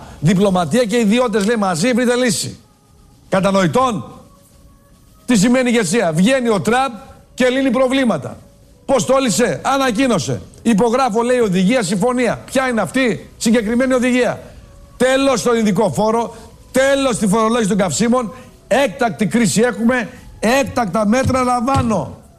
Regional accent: Central Macedonia, Greece; born there; στον Κάμπο, ας πούμε στην Μπέλα, στο χωριό μου

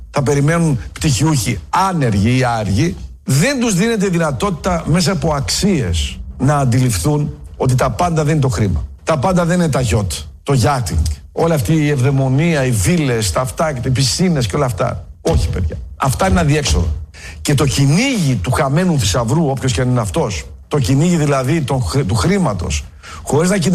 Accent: Greece; Δεν είναι ένα φαινόμενο βέβαια ελληνικό, αλλά εμένα με ενδιαφέρει η πατρίδα μου.

